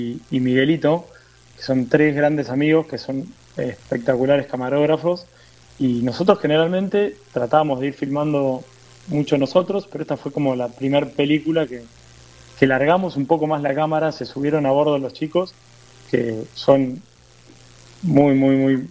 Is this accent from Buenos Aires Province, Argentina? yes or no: yes; Buenos Aires Province, Argentina; Somos de las afueras de Buenos Aires.